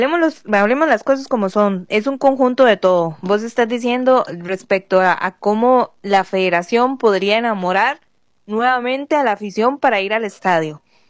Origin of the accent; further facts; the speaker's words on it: Costa Rica; como buenos ticos y futboleros que somos